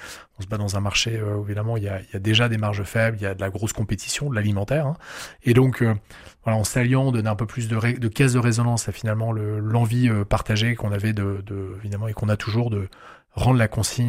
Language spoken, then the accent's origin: French; Lille, Hauts-de-France, France; On est Lillois, donc on a commencé dans le Nord.